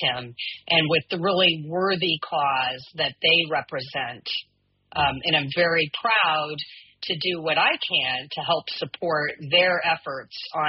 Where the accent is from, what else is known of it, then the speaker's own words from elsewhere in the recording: Montana, United States; But so I'm originally from Montana, grew up in the great state of Montana, and joined Army ROTC to pay my college tuition.